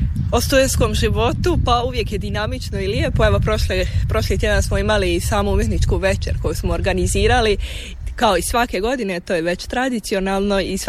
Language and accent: Croatian; Donja Mahala, Federation of Bosnia and Herzegovina, Bosnia & Herzegovina; Ja dolazim iz Bosanske Posavine, odnosno iz Donja Mahale kod Orašja.